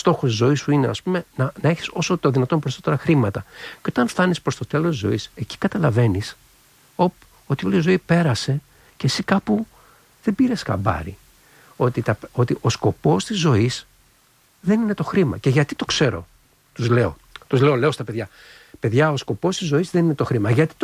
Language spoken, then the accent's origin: Greek; Greece; moved away; also born or lived in China; έλεγα ότι είμαι Έλληνας